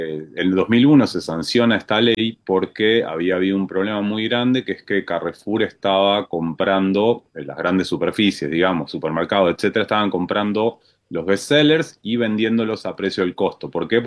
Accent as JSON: {"language": "Spanish", "country": "Argentina", "said": "creo que como argentinos sí lo entendemos"}